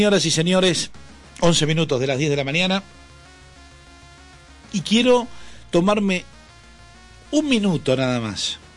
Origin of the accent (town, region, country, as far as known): Argentina